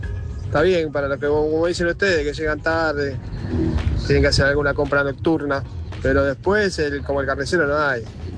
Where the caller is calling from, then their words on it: Valentín Alsina, Buenos Aires Province, Argentina; de Valentín Alsina.